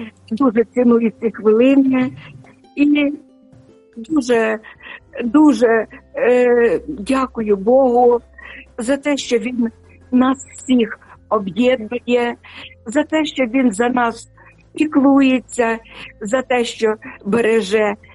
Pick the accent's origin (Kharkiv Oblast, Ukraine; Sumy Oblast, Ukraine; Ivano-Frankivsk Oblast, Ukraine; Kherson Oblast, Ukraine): Sumy Oblast, Ukraine; Sumy; moved away as an adult; в мої рідні Суми, на мою рідну Сумщину, в мою рідну церкву Різдва.